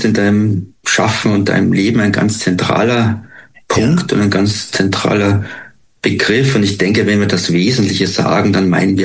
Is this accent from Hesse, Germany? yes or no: no; Munich, Bavaria, Germany; was für mich jetzt als Münchner sozusagen am meisten verwunderlich ist von all dem.